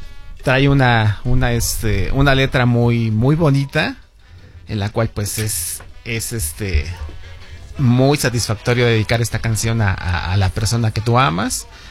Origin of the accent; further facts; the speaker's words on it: Azcapotzalco, Mexico City, Mexico; y nosotros somos de Azcapotzalco, la unidad del Rosario.